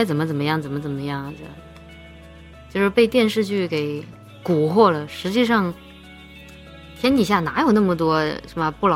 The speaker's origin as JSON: {"language": "Chinese", "region": "Chongqing", "country": "China", "tie": "born or raised there", "said": "我们老家就是，我老家重庆的嘛，我们那边就没有彩礼，也没有嫁妆。"}